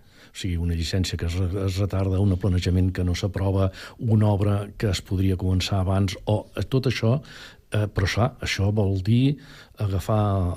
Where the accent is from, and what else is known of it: Catalonia, Spain